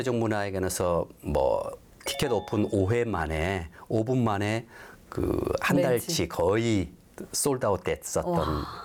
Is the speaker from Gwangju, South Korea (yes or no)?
yes; Gwangju, South Korea; 저는 광주 출생이고요. 고등학교, 대학교까지 광주에서 나왔었고요.